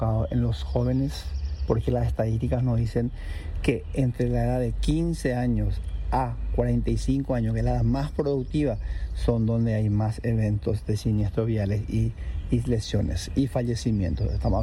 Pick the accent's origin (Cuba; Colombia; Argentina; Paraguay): Paraguay; sabemos como paraguayo, ¿verdad?